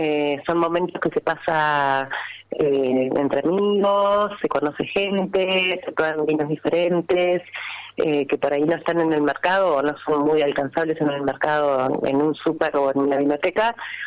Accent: General Roca, Río Negro, Argentina; moved away as an adult; also born or lived in Uruguay; volví para Roca, estoy viviendo acá

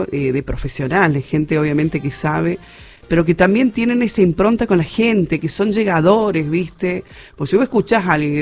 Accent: Argentina; como argentina y admiradora

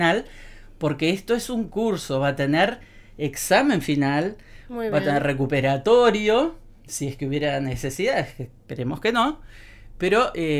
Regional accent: Viale, Entre Ríos, Argentina; Soy de Viale

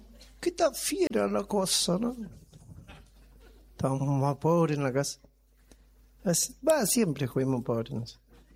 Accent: Mendoza, Argentina; Yo soy mendocino y estoy acá a pedido de la gente.

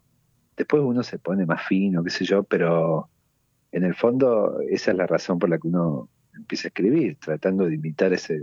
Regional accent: San Francisco, Córdoba, Argentina; una tía en Morteros, que es una ciudad ahí cerca de San Francisco, donde yo nací.

